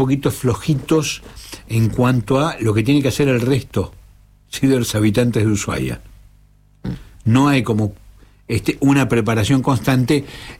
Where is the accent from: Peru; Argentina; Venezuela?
Venezuela; para aquellos que no estamos acostumbrados a este tipo de eventos, como los venezolanos